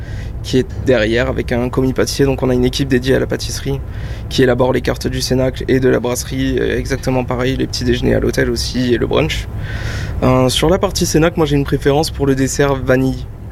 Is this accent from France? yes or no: yes; Toulouse, Occitanie, France; also born or lived in Gruissan / Lauragais; j'ai grandi à Toulouse et à Gruissant. J'ai alterné beaucoup entre les deux, donc il y a un peu de mer, un peu de terre, très terroir, parce que mes parents habitent dans le Lauragais, donc j'ai grandi dans le Lauragais et au bord de la mer